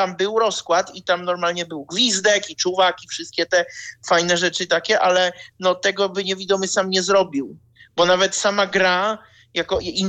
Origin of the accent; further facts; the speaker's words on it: Prague, Czechia; W Czechach u nas, z Pragi jestem